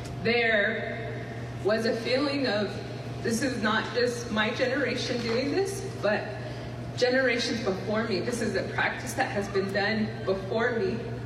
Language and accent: English; Navajo Nation, United States; Yes, we received our degrees, but we come from the Navajo Nation, Dinenhiklin, and all that we do is in the best interest of our people.